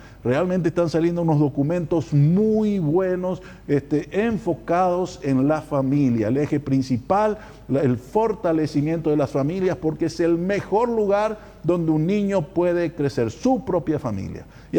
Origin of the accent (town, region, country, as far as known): Paraguay